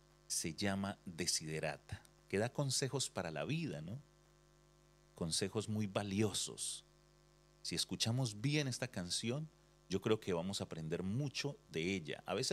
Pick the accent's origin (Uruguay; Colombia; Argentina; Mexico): Colombia; Yo recuerdo en mi país, en Colombia, locutores como ya como el gran Otto Greifenstein